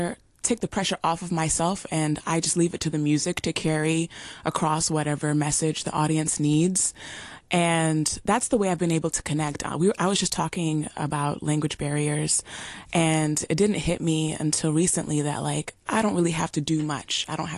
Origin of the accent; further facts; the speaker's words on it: Jamaica; I'm Jamaican, so I love cooking Jamaican food.